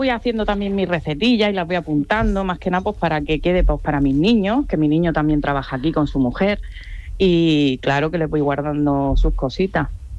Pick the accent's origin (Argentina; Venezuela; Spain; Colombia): Spain; Barcelona, Catalonia; Yo vine de Barcelona.